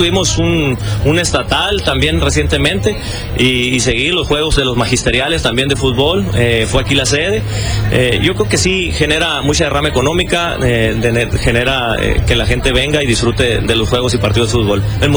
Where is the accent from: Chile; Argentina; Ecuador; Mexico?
Mexico; now in Puerto Peñasco, Mexico; Nosotros como mexicanos